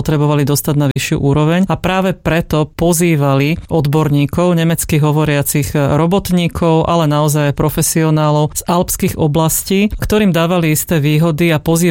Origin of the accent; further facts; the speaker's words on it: Smolenice, Trnava Region, Slovakia; pochádzam zo Smolenic a obec Smolenica aj okolité obce sú známe tým, že tam žili potomkovia huncokárov.